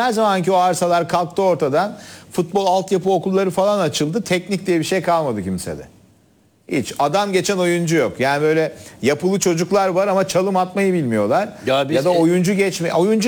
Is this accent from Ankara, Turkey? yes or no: no; Bakırköy, Istanbul, Turkey; Mesela benim küçüklüğümde babam bir İstanbul'a ineyim derdi. Biz Bakırköylüyüz. Bakırköy'de oturuyorduk.